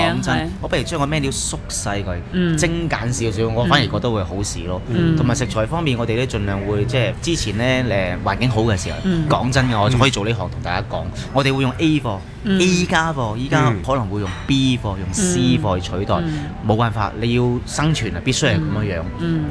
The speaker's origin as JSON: {"language": "Cantonese", "country": "Hong Kong", "said": "我哋香港人"}